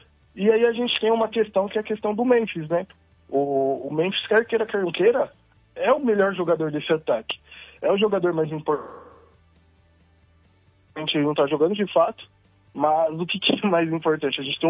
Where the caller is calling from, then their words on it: São Paulo, Brazil; sou de Pirituba